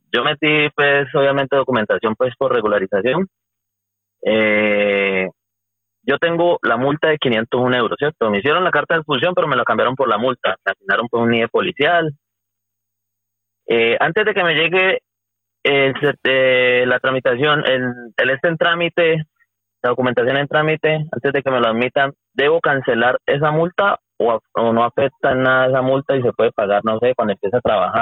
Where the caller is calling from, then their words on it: Madrid, Community of Madrid, Spain; te hablo desde Madrid.